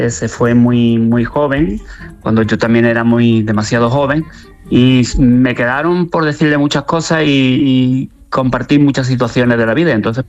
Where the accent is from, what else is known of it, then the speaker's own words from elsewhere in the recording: Córdoba, Andalusia, Spain; el del niño de barrio en Córdoba, en mi ciudad natal, ese niño de San Agustín, de San Lorenzo, que vivía en una familia terriblemente humilde